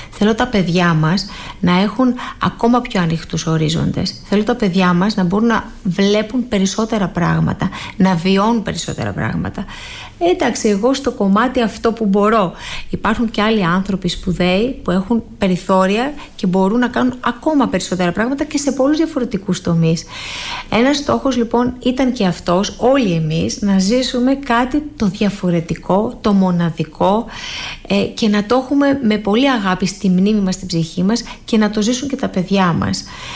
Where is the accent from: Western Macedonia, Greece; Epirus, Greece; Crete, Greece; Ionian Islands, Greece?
Ionian Islands, Greece; Corfu; Είμαι Κερκυραία, ναι.